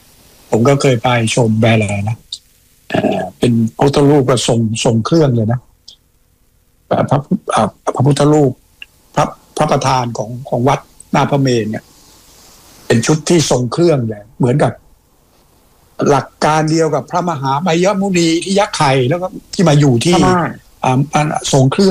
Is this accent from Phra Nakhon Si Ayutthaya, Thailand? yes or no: yes; Ayutthaya, Phra Nakhon Si Ayutthaya, Thailand; ใช่เด็กหัวรอ